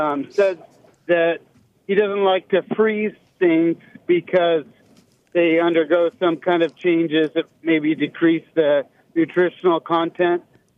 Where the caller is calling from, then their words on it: California, United States; I'm from Northern Humboldt